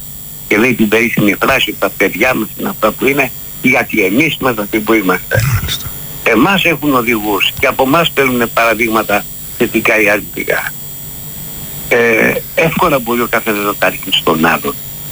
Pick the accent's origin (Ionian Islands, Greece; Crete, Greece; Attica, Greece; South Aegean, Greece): Attica, Greece; Εγώ τα παιδικά μου χρόνια τα ρίσα στα Νοπριδίσια